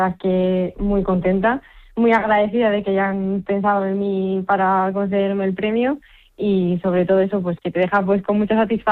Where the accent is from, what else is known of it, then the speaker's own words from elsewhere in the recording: Cuéllar, Castile and León, Spain; y en mi pueblo, pues que es Cuéllar, un pueblo de Segovia, crearon una escuela para niños para practicar triatlón